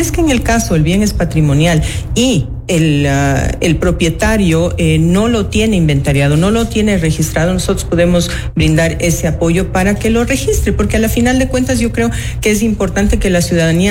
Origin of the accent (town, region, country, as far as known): Ecuador